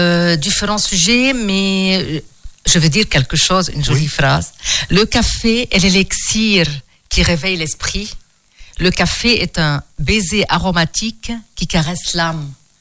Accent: Lebanon; au Liban, parce que je suis libanaise

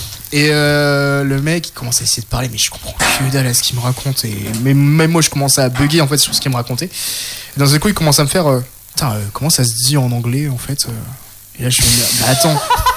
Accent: France; je suis français

